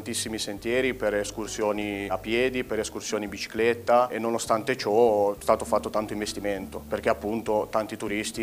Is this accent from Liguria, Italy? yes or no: yes; Perinaldo, Liguria, Italy; per me è il mio paese di nascita. Io ho 27 anni e sono nato e cresciuto qui e ad oggi lavoro qui.